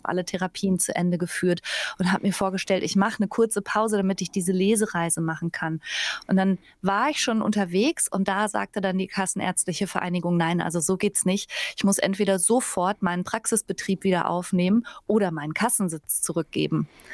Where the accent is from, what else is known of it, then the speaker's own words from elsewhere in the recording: Bergisch Gladbach, North Rhine-Westphalia, Germany; Ich bin aus Bergisch Gladbach bei Köln. Da kommt man mit so einer generellen Entspanntheit ins Leben.